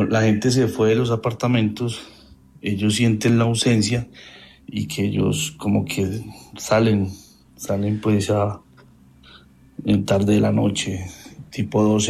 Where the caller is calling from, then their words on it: Pereira, Risaralda, Colombia; Yo vivo en Gama 4, Pinar de Gama, por el estadio del Pereira.